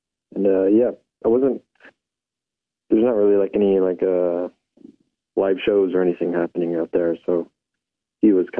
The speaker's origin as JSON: {"language": "English", "town": "Window Rock", "region": "Arizona", "country": "United States", "tie": "born or raised there"}